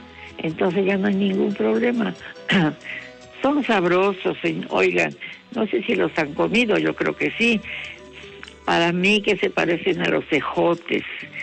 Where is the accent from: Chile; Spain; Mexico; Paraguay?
Mexico; Que para nosotros los mexicanos, o al menos los que sentimos que somos mexicanos